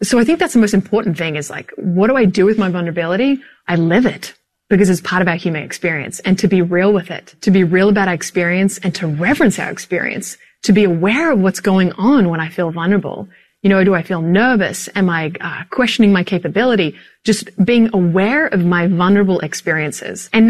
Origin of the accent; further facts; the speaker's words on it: Australia; moved away; I grew up in Australia